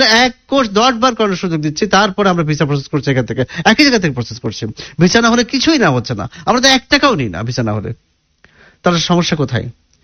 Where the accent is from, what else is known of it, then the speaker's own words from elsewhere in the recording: Kushtia, Khulna Division, Bangladesh; আমার বাড়ি কুষ্টিয়াতে, তো আমার বাড়ি যেখানে তার কাছেই ঠিক আরেকজনের বাড়ি